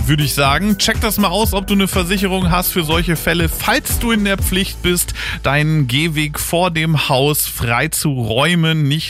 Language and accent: German; Northern Germany, Germany; now in Upper Palatinate, Germany; man hört das auch, dass ich persönlich jetzt nicht aus der Oberpfalz komme. Ursprünglich komme ich aus Norddeutschland, aus einer Stadt, die vor Jahren bundesweit wegen ihres Laubs bekannt geworden ist.